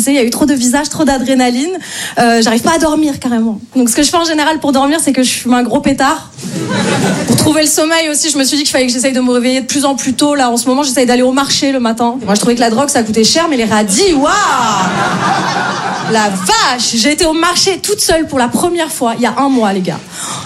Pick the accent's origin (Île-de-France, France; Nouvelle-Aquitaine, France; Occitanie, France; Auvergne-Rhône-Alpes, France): Île-de-France, France; Paris; moi je viens de Paris. J'essaye de jouer un peu dans plein de villes en France.